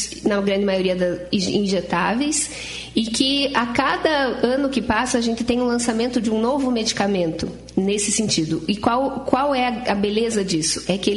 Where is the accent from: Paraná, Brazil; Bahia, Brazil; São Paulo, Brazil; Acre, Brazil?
Paraná, Brazil; Castro; born there; Eu sou nascida em Castro.